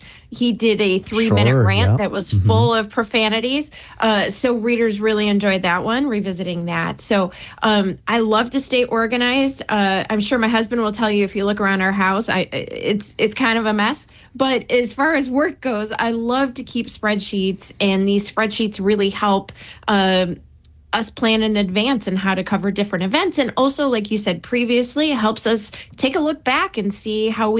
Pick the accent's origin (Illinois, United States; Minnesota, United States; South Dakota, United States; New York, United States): Illinois, United States; Des Plaines; So I grew up in Northwest suburban Des Plaines, and if you've ever flown into or out of O'Hare International Airport, that's where I grew up nearby.